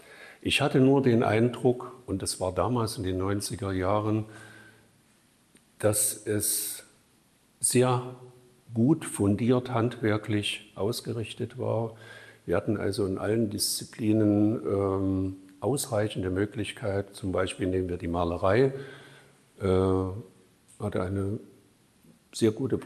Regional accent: Saxony, Germany; moved away as an adult; also born or lived in Dresden / Hamburg; now in Augustusburg, Germany; ich stamme aus der Zwickauer Gegend ursprünglich.

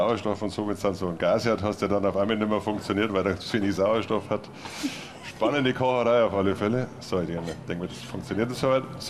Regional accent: Bavaria, Germany; now in Dresden, Germany

